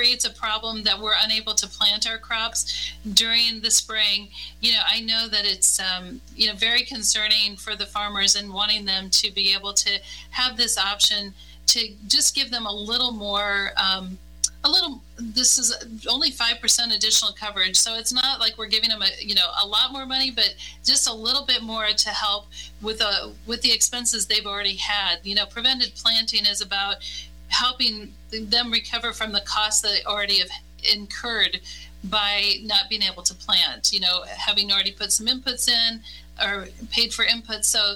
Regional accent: Iowa, United States; As farmers, and I'm a farmer from Iowa, so I can speak to the farmers in Iowa

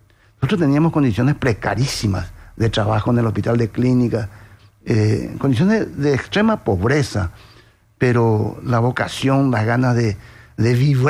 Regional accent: Paraguay

